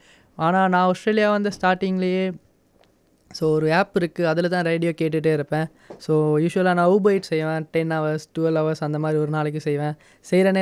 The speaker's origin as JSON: {"language": "Tamil", "country": "Sri Lanka", "tie": "born or raised there", "said": "நான் வந்து ஸ்ரீலங்காவில் பிறந்து வளர்ந்தவன்."}